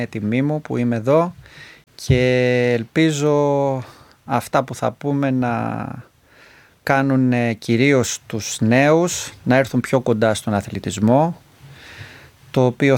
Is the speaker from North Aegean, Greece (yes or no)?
yes; Mantamados, North Aegean, Greece; του ταξιάρχη που έχουμε στο χωριό μου, στο Μανταμάδο